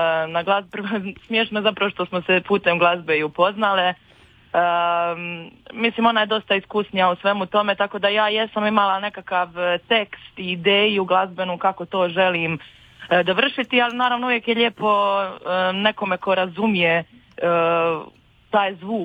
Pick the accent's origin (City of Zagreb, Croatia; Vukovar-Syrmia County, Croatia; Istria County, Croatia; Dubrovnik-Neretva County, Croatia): Dubrovnik-Neretva County, Croatia; Dubrovnik; Dubrovnik je ipak mjesto, odnosno moj rodni grad, jeli, iz kojeg sam proizašla sa svim tim idejama kao dijete